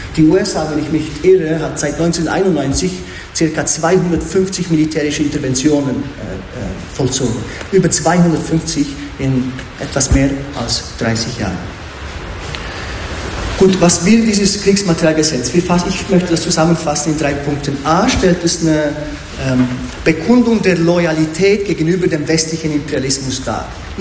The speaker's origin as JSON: {"language": "German", "country": "Switzerland", "said": "wir als Schweizer Staat möchten auch eine engere Kontrolle über euch haben."}